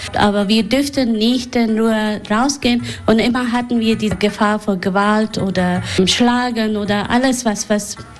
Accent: Afghanistan; now in Germany; ich weiß, dass ich so wie in Deutschland leben kann, in Afghanistan, bleibe ich nicht hier. Das ist meine Heimat.

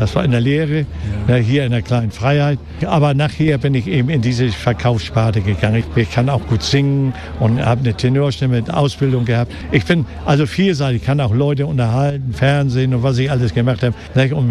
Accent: Hamburg, Germany; Mich kennen sie und ich kenne sie, weil ich bin Hamburger durch und durch.

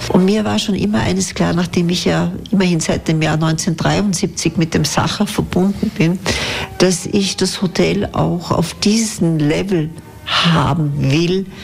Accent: Vienna, Austria; ich bin Wienerin, ich war in der Schule in Wien, ich habe studiert in Wien, da kenne ich wahnsinnig viele Leute.

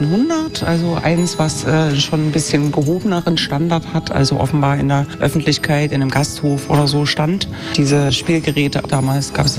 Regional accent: Dresden, Saxony, Germany; now in Oderbruch, Germany; man hört es vielleicht auch nicht, gebürtige Oderbrücherin. Ich komme aus dem Bergland, also aus Dresden.

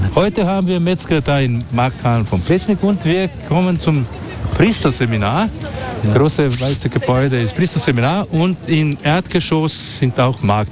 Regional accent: Ljubljana, Slovenia; German is a second language

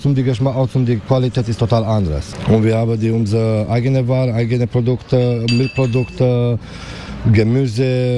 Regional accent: Romania; German is a second language; now in Hamburg, Germany; Ich komme aus Rumänien.

